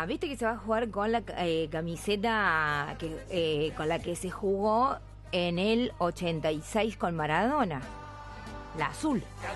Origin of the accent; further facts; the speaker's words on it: Argentina; Somos Argentina, no lo entenderías.